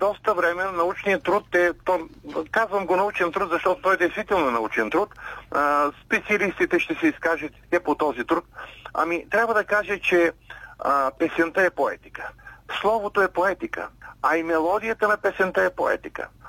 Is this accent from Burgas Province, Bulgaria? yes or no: yes; Gramatikovo, Burgas Province, Bulgaria; Ами като малко дете, още в 6 годишно, край моето родно село Граматиково е параклисът Свети Георги.